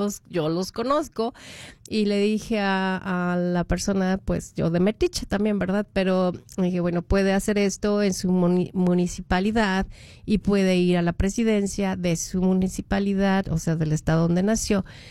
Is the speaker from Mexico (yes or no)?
yes; Mexico; moved away; soy mexicana en el exterior